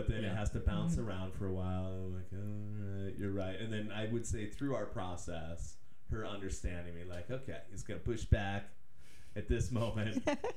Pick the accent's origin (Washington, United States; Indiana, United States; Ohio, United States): Washington, United States; Olympia; I grew up in the Northwest, so I grew up in Olympia, and I'd lived down here before.